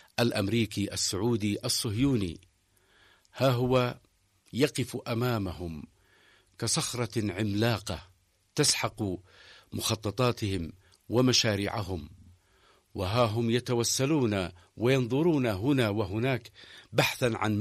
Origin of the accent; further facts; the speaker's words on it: Yemen; نحن كيمنيين